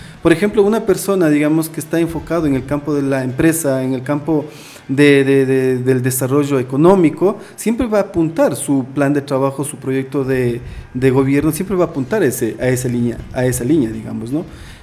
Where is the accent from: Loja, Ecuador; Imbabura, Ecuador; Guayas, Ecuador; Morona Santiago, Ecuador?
Imbabura, Ecuador; born there; yo soy de Huaycopungo, de la Laguna de San Pablo.